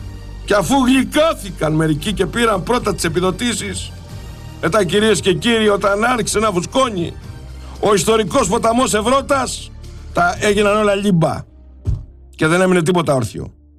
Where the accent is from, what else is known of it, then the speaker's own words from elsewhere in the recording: Sparta, Peloponnese, Greece; Ε, τι πήγε να κάνει στη Σπάρτη, ρε, στη Λακωνία, στην πατρίδα μου, στην πρωτεύουσα της Λακεδαίμονος.